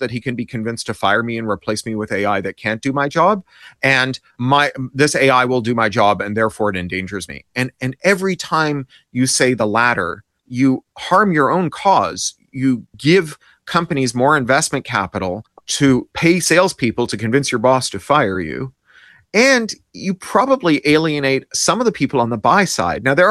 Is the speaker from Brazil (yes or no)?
no; Canada; now in United States; I say that under advisement as a Canadian who grew up under socialized medicine.